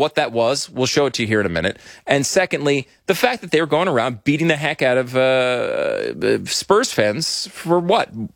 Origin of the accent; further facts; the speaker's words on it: Connecticut, United States; now in Texas, United States; I grew up in Connecticut.